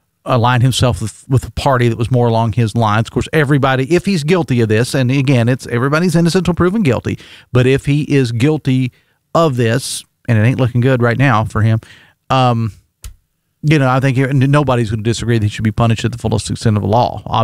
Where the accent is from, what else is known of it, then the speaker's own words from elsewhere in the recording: Logan, West Virginia, United States; It's in Logan. My hometown